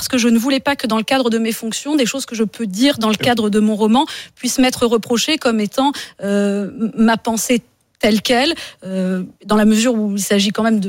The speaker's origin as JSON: {"language": "French", "region": "Occitanie", "country": "France", "tie": "born or raised there", "moved": "yes", "said": "ma région natale qui est le Tarn. Et figurez-vous que la ville de Rabastens, dans laquelle réside toute ma famille"}